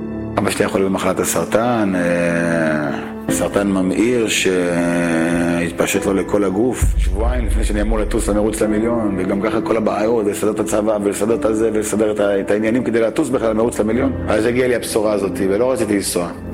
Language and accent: Hebrew; Tel Aviv, Tel Aviv District, Israel; גדלתי בבית מרובה ילדים, בתל אביב.